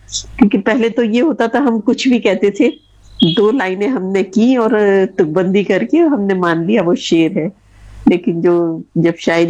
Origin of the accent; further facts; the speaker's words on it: Gwalior, Madhya Pradesh, India; moved away as an adult; also born or lived in Mumbai; now in Bangalore, India; मैं वैसे बेसिकली ग्वालियर मध्य प्रदेश की ही रहने वाली हूँ। मेरी अपब्रिंगिंग मध्य प्रदेश में ही हुई है, लेकिन मेरे जो पेरेंट्स हैं वो दिल्ली वाले हैं, पुरानी दिल्ली के, तो वहां से थोड़ा सा उर्दू का टच मेरी जुबान में आया।